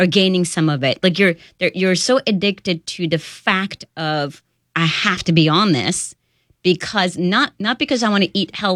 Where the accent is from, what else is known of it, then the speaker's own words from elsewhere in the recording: State College, Pennsylvania, United States; moved away as an adult; also born or lived in Iran; And I grew up in State College, by the way.